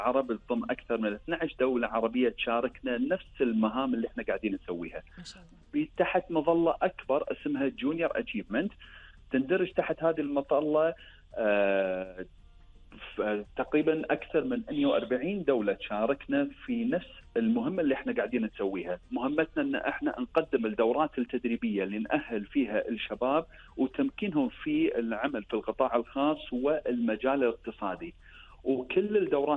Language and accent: Arabic; Kuwait; عندنا في الكويت